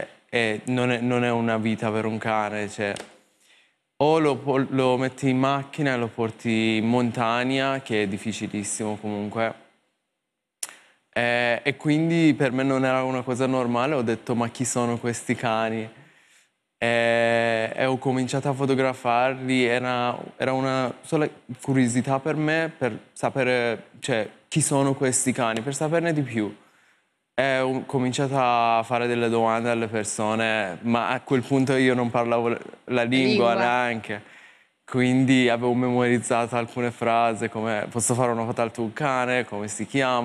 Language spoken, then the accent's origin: Italian; Iran; Italian is a second language; moved away as an adult; now in Turin, Italy; io sono persiano, vengo dall'Iran